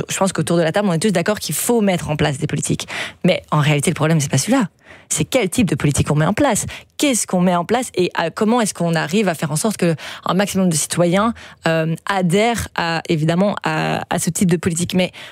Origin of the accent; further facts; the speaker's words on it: Belgium; en tant que Belges, aujourd'hui, citoyens inquiets